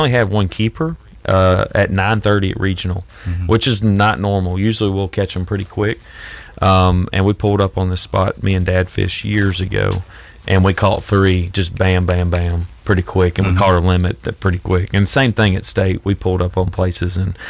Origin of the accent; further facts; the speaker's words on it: United States; I grew up on Kentucky Lake.